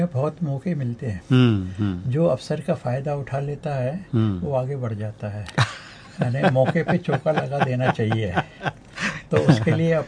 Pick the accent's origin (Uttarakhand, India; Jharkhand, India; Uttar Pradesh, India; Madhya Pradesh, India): Madhya Pradesh, India; Tikamgarh; हमारे परिवार में हम लोग चार भाई चार बहन हैं, और 40 आदमी सर हमारे एक ही घर में रहते थे। अच्छा। और सर एक चूल्हे पे खाना बनता था, ये मिसाल था टीकमगढ़ का